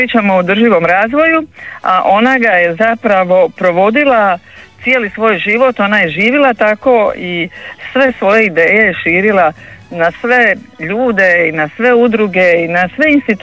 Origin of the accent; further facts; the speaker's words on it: Kaštela, Split-Dalmatia County, Croatia; ovdje kod nas u Kaštelima